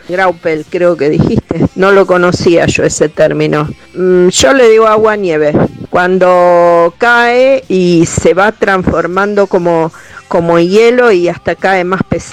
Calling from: Villa Lago Meliquina, Neuquén, Argentina; de Villa Lago Meliquina, Neuquén.

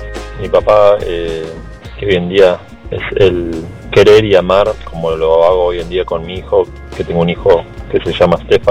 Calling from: San Carlos de Bariloche, Río Negro, Argentina; Soy de Bariloche

